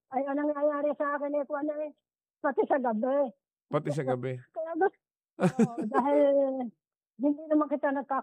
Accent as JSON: {"language": "Tagalog", "town": "Padre Garcia", "region": "Calabarzon", "country": "Philippines", "said": "Bawi, Padre Garcia."}